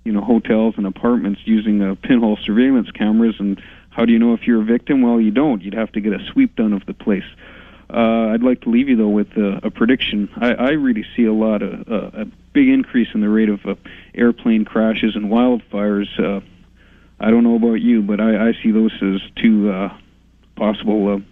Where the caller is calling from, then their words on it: Edmonton, Alberta, Canada; calling from Edmonton, Alberta.